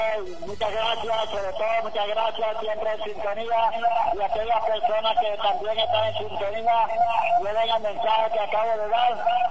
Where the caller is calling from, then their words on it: Venezuela; De Villa Celestial, hermano, Villa Celestial